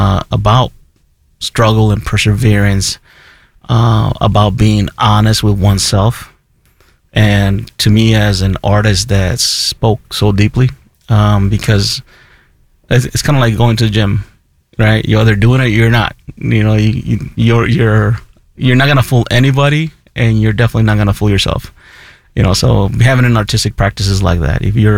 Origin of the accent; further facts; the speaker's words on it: Nicaragua; You know, I'm from Nicaragua